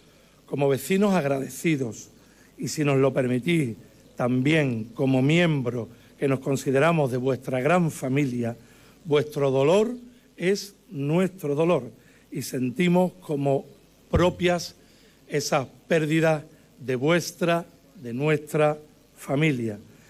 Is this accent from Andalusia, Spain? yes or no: yes; Ayamonte, Andalusia, Spain; los ayamontinos